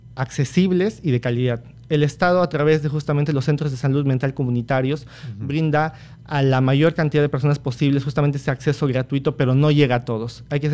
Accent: Peru; muchos de nosotros como peruanos.

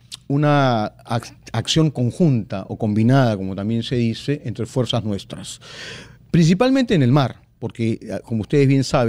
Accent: Peru

